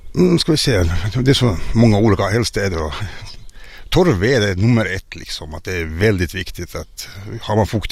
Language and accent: Swedish; Finland; som finnar